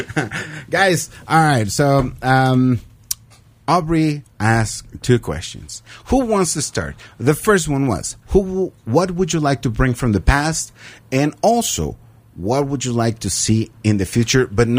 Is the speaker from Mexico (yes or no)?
yes; Mexico; English is a second language; moved away; I learned English from American people coming to Mexico